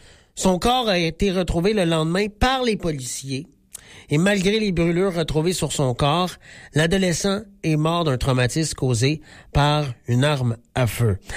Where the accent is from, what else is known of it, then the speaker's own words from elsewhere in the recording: Quebec, Canada; chez nous, en Beauce.